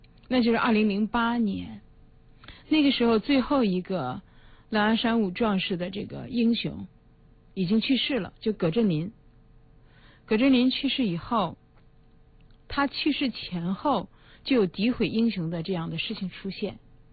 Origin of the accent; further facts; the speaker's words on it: Beijing, China; 因为我北京人，北京生，北京长。